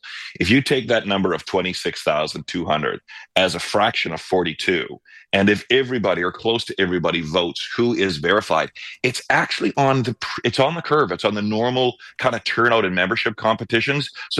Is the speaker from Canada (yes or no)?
yes; Canada; I am a big believer in a united Canada. I'm a Canadian first.